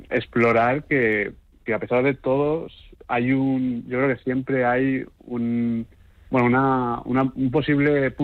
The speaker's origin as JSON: {"language": "Spanish", "town": "Alicante", "region": "Valencian Community", "country": "Spain", "said": "Además, Sonia y yo, claro, somos de Alicante."}